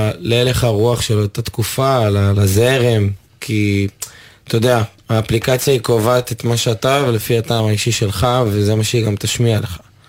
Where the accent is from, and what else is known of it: Bat Yam, Tel Aviv District, Israel